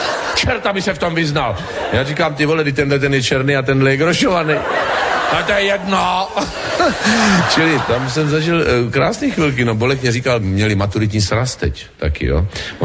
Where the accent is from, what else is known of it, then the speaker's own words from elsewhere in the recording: Třebíč, Vysočina Region, Czechia; kterou jsme jeli po Třebíči po mém rodném městě